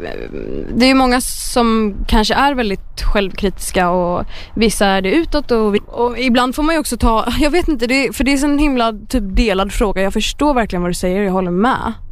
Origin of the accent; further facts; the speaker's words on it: Gothenburg, Västra Götaland County, Sweden; moved away as an adult; now in Vara, Sweden; Alltså vi är ju båda från Göteborg.